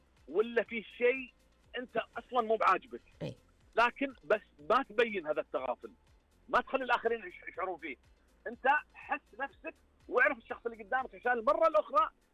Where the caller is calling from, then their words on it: Riyadh, Riyadh Province, Saudi Arabia; انا اكلمك من الرياض